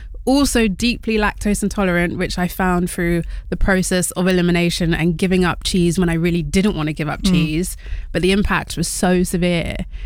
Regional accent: Wales, United Kingdom; Caribbean heritage and Welsh. And I just have to throw that in there. My grandma's like, don't forget to mention you're Welsh. I was like, I am proudly Welsh too.

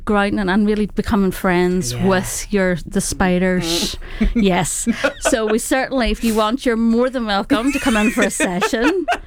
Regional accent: Eglinton, Northern Ireland, United Kingdom; moved away as an adult; now in Long Buckby, United Kingdom; Where I'm from, I'm from County Derry. So it's my little village that I'm from is called Eglinton.

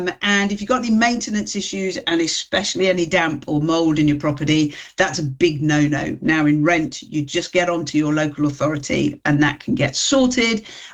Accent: Nottingham, East Midlands, United Kingdom; also born or lived in Dudley; now in Birmingham, United Kingdom; albeit I grew up in Nottingham, it's my home, it's where I was born, because I was born in Dudley

